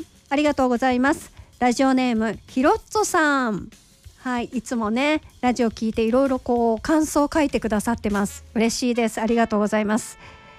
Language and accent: Japanese; Osaka, Japan; 私も大阪生まれ大阪育ちですので